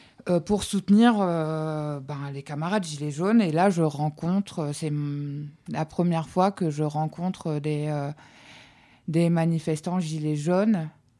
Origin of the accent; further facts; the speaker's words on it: Amiens, Hauts-de-France, France; moi, je suis amiénoise.